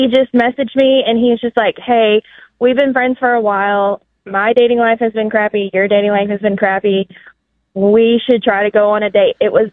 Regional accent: Greenbrier, United States; born there; So we're both from Greenbrier, and we graduated together from Greenbrier.

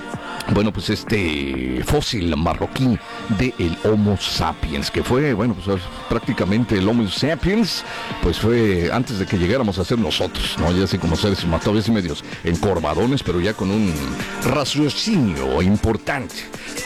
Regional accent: Mexico

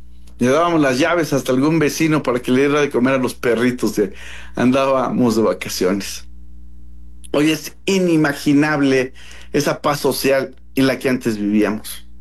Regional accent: Mexico

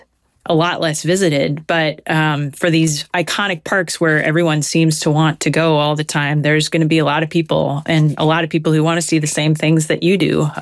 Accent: Midwest, United States; Yeah, I'm from the Midwest. I know that's probably bad advice, but I think their jobs are really hard right now.

